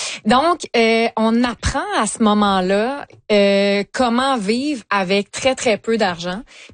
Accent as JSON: {"language": "French", "town": "Lévis", "region": "Quebec", "country": "Canada", "said": "Ben, moi, je viens de Lévis."}